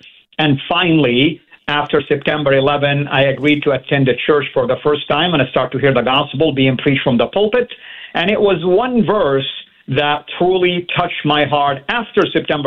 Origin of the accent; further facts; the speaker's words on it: Saudi Arabia; English is a second language; Of course, when I grew up back home in Saudi, and of course, Saudi is considered to be the heartland of Islam, where everything started it.